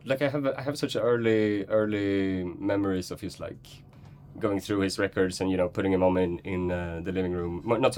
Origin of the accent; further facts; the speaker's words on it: Stockholm, Stockholm County, Sweden; in Stockholm. Yeah, suburban Stockholm.